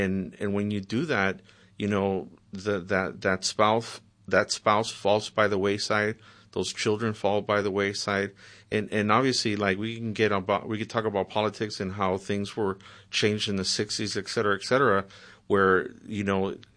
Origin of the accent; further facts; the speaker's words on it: Watts, California, United States; also born or lived in Mexico; So although I was born in Mexico, I was raised in Watts.